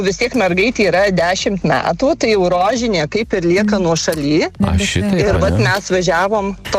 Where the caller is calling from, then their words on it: Alytus County, Lithuania; Mes esam iš Alytaus rajono